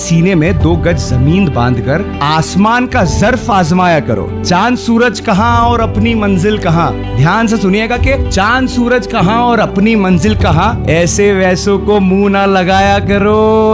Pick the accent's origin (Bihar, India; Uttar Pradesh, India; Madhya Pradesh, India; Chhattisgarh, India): Madhya Pradesh, India; Indore; मैं जो हूँ इंदौर का रहने वाला हूँ